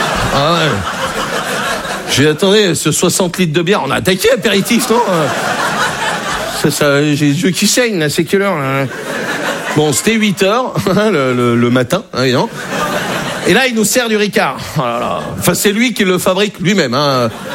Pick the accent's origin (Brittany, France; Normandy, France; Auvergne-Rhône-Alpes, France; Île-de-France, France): Brittany, France; Je suis breton, hein, moi j'ai été accepté en Bretagne